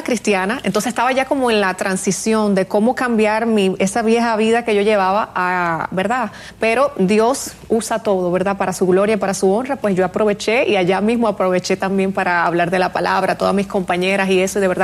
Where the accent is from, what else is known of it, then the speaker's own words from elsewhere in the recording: Dominican Republic; moved away; yo vivía en República Dominicana.